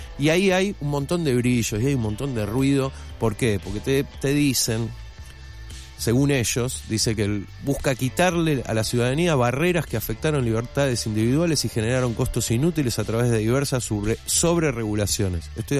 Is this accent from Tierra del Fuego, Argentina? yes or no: no; Buenos Aires, Argentina; Siendo un porteño acérrimo como el que soy e insoportable